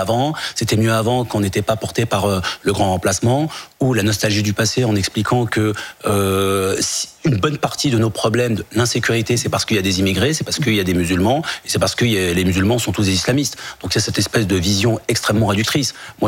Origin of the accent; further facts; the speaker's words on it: France; Je suis issu comme vous, je suis pas du tout issu de l'immigration. Oui. Ce sont nos parents. Nous, on est français, bien français et fiers d'être français.